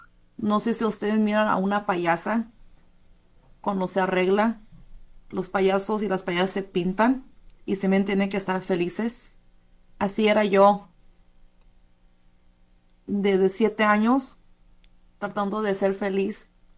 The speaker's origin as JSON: {"language": "Spanish", "country": "Mexico", "said": "Como mexicanos, queremos tapar todo el sol con un dedo."}